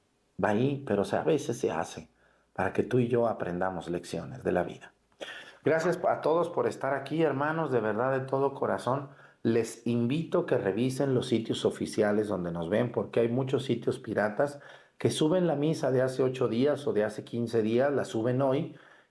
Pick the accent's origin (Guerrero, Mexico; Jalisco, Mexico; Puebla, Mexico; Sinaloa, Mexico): Jalisco, Mexico; Mexticacán; moved away; allá en mi pueblo, en Mexicacán